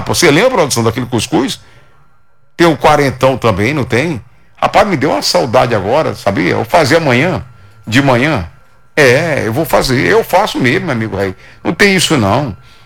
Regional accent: Bacabal, Maranhão, Brazil; Na verdade, eu sou bacabalense, sou maranhense de Bacabal no Maranhão, né?

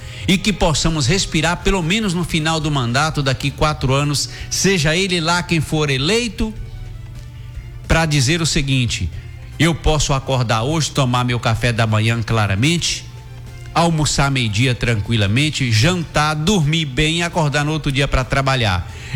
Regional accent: Brazil; dizer que somos brasileiros de verdade

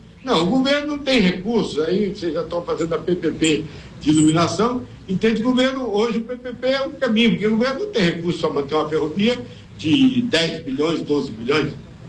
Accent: Ibotirama, Bahia, Brazil; Eu sou de Botirama, então não sou de Caetité. Caetité é rica, mas vou falar como quem é de lugar pobre

